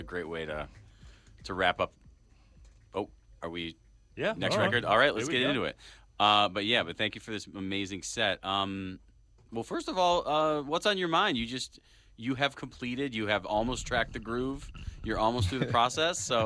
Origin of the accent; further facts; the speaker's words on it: Chicago, Illinois, United States; I'm also asking as a Chicagoan.